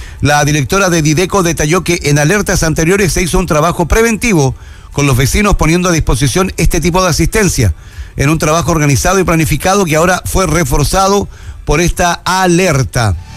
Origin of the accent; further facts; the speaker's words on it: Antofagasta, Chile; los que somos de Antofagasta y tenemos mediano conocimiento, estuvimos aquí ese año y vimos y vivimos el tema del aluvión